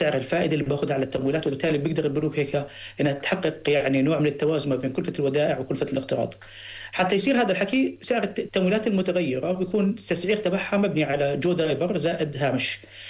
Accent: Jordan; احنا عندنا في الاردن

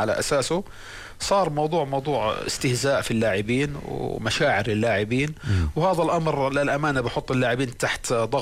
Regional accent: Jordan; إحنا كأردنيين

